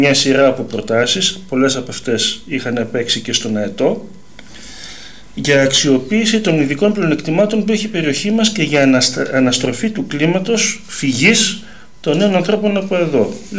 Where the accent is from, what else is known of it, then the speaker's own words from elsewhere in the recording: Grevena, Western Macedonia, Greece; Τα Γρεβενά είναι η πατρίδα μου, είναι στην καρδιά μου, ξέρω τα θέματα των Γρεβενών.